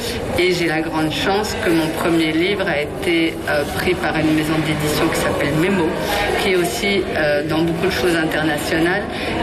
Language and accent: French; Belgium; moved away as an adult; now in Toulouse, France; Alors, en tant que Belge, avec un papa polonais et habitant à Toulouse maintenant